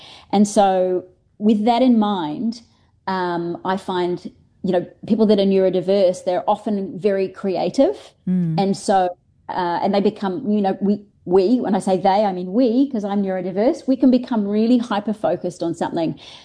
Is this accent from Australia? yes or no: yes; Australia; now in New Zealand; I call it lobster being Australian